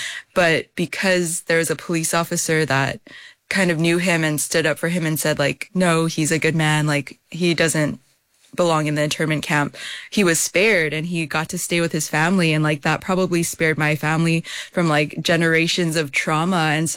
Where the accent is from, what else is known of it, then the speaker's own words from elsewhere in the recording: Hawaii, United States; Yes, I grew up in Hawaii